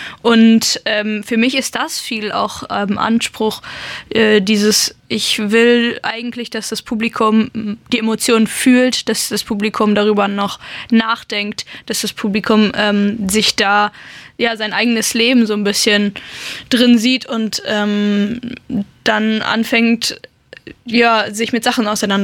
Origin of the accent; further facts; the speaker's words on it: Luxembourg; moved away as an adult; now in Mainz, Germany; ich komme ja ursprünglich aus Luxemburg